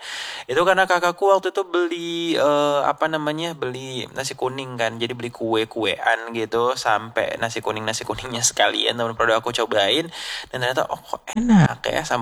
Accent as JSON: {"language": "Indonesian", "town": "Ternate", "region": "North Maluku", "country": "Indonesia", "said": "di kampungku di Sosio"}